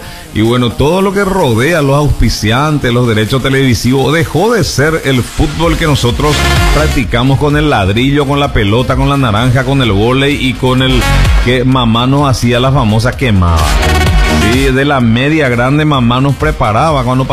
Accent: Paraguay

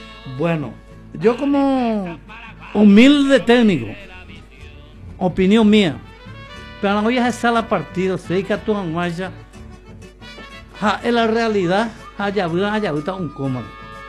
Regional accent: Paraguay

